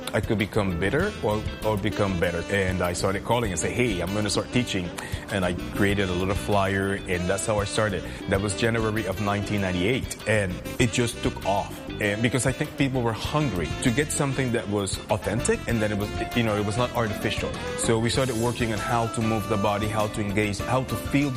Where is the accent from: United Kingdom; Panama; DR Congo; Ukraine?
Panama; moved away as an adult; also born or lived in Oklahoma; now in Houston, United States; I'm originally from Panama, so I'm Panamanian, half Jamaican. I ended up in the United States with a scholarship for music, so I started studying music back home. And then a scholarship brought me to Oklahoma, and then from Oklahoma I came to Houston, and that was back in 1995